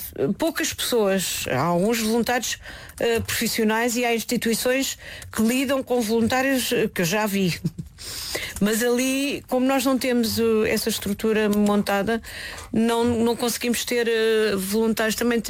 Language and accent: Portuguese; Caldas da Rainha, Leiria, Portugal; Cresci nas Caldas da Rainha, no Museu José Malhor.